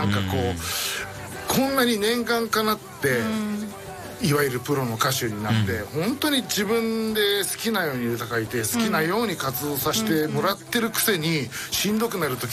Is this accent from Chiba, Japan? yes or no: yes; Chiba, Japan; moved away as an adult; 私自身は千葉県千葉市出身なんですけど、